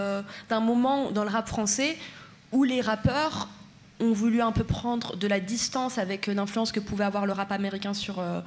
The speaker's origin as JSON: {"language": "French", "town": "Marseille", "region": "Provence-Alpes-Côte d'Azur", "country": "France", "tie": "born or raised there", "said": "Mais moi, c'est parce que j'adore cette musique, parce que j'ai grandi à Marseille. Et donc, nous, on a l'oreille sur toute la Méditerranée."}